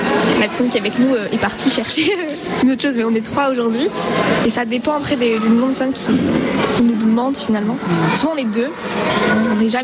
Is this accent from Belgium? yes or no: no; Nancy, Grand Est, France; donc on vient de Nancy.